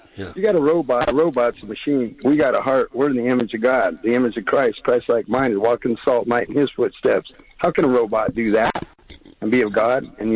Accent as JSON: {"language": "English", "town": "Las Vegas", "region": "Nevada", "country": "United States", "tie": "born or raised there", "lives_now": "San Diego, United States", "said": "So, I've been here 53 years in San Diego. I grew up in Vegas, born in the 60s, so I'm 66."}